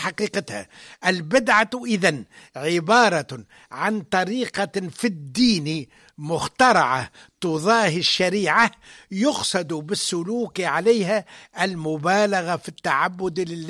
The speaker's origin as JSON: {"language": "Arabic", "country": "Tunisia"}